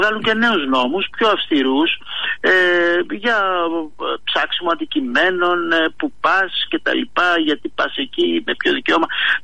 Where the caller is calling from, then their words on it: Thessaloniki, Central Macedonia, Greece; Το γνωρίζω, ως Θεσσαλονικιός.